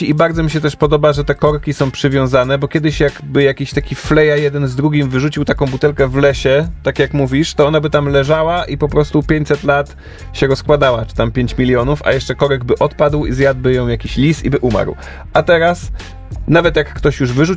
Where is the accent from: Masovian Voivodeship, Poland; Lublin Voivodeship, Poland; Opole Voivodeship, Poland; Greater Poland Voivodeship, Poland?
Masovian Voivodeship, Poland; Warsaw; born there; urodziłem się w Warszawie